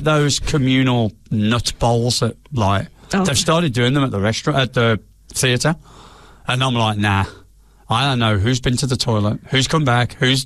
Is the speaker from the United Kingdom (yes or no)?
yes; England, United Kingdom; Yeah, because I'm English.